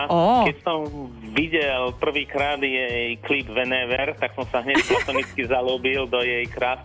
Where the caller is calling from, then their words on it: Bratislava, Bratislava Region, Slovakia; Ja som v Bratislave teraz, v robote, končím.